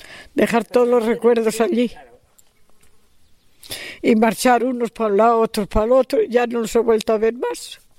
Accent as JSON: {"language": "Spanish", "town": "Manzanal de Abajo", "region": "Castile and León", "country": "Spain", "tie": "born there", "also_born_or_lived": "Catalonia", "moved": "yes", "said": "Ahora hace pues 8 años, una cosa así, que ya vivo aquí. Porque yo vivía en Manzanal de abajo, que está ahogado, el ahogado. Vivía ahí, pero ahora, de entonces, hice casa aquí. Y entonces ya veníamos en el verano y en Semana Santa. Pero ahora ya hace más de 8 años que vivo aquí."}